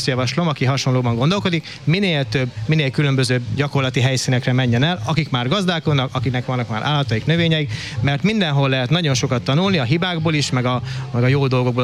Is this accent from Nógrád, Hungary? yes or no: no; Szeghalom, Békés, Hungary; born there; now in Jászboldogháza, Hungary; hiszen én nem jászboldogházi születésű vagyok, hanem Szeghalmi Békés megyei